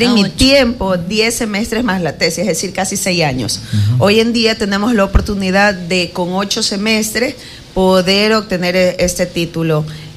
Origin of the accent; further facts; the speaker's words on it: Valencia, Los Ríos, Ecuador; now in Quevedo, Ecuador; mi corazón casi siempre está dividido valenciano, quevedeña